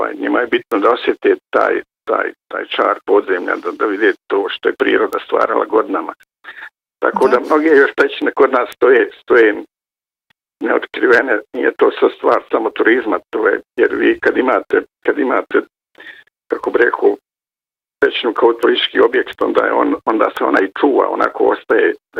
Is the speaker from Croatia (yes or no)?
no; Herzegovina, Bosnia & Herzegovina; oko postojini kršu kod nas u Hercegovini, to su van dva svjetska hotspota za biodiverzitet